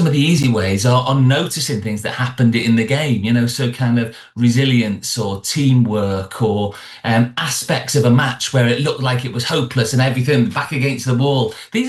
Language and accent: English; United Kingdom; as the British